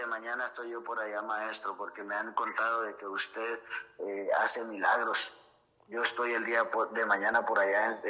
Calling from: Villa Nueva, Guatemala Department, Guatemala; De Villanueva

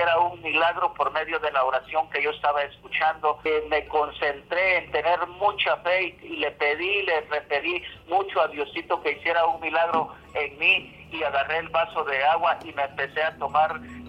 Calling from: Comitancillo, San Marcos, Guatemala; Le estoy llamando de aquí de San Marcos, Comitancillo.

